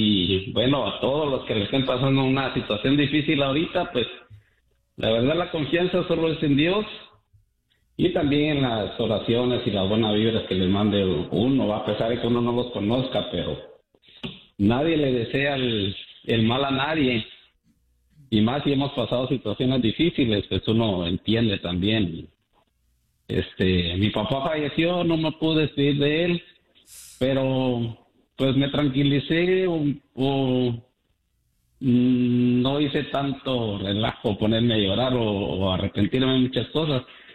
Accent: Guatemala; soy de Guatemala y me encanta el programa de ustedes. Miro el fútbol mexicano

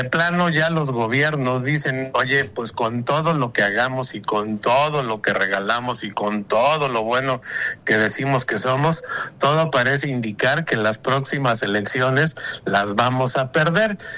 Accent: Mexico

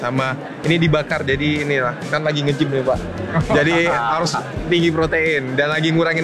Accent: Riau, Indonesia; born there; moved away as an adult; now in Jakarta, Indonesia; Kalau saya lahirnya di Riau, tapi kebetulan udah nikah sama orang Jakarta, jadi sekarang stay-nya di Jakarta. Dan KTP pindah ke Jakarta sekarang, Pak.

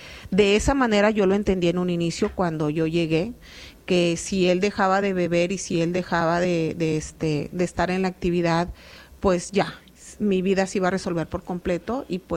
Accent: Nuevo León, Mexico; en nuestro estado de Nuevo León

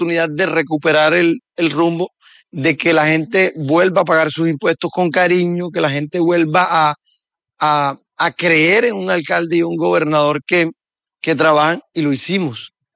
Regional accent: Magangué, Bolívar, Colombia; yo nací en Magangué. Uh-huh. Magangué es el pueblo de mis amores. Yo nací allá, crecí allá, estudié allá.

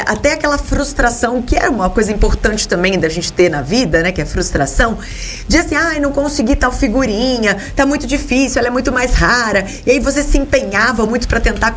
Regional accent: Lambari, Minas Gerais, Brazil; born there; Eu sou nascida no sul de Minas, tá?

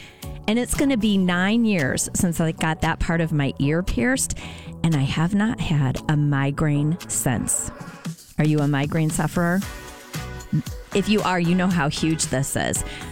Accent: Metamora, Illinois, United States; Okay, so I'm thinking about my hometown, Metamora, Redbirds, and yes, it's a fantastic field

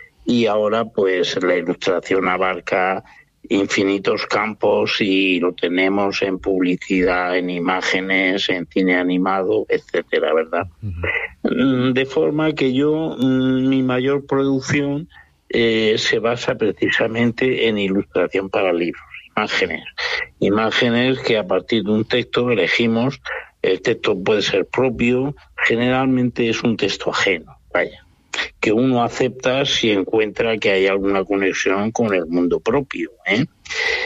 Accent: Aspe, Valencian Community, Spain; born there; Yo nací en Aspe, provincia de Alicante, ¿eh? Y es el interior de Alicante tirando al sur ya de la provincia.

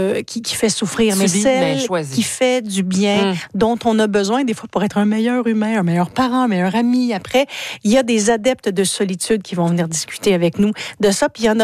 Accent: Wrightville, Quebec, Canada; puis dans le Vieux Hall, mais je venais de Wrightville.

